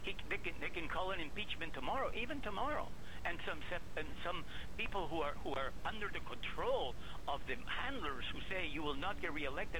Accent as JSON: {"language": "English", "country": "Canada", "said": "As a Canadian person who loves America almost as much as I love my country"}